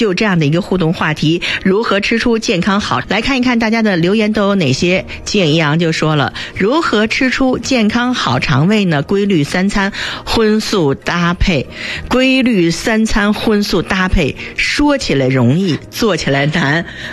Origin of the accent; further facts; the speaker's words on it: China; 我们中国人